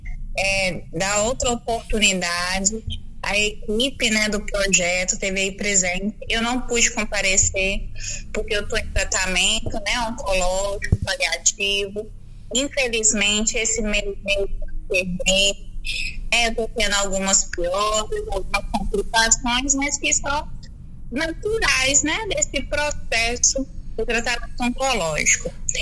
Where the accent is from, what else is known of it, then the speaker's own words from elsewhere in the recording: Divinópolis, Minas Gerais, Brazil; eu sou aqui de Divinópolis, eu estou com 39 anos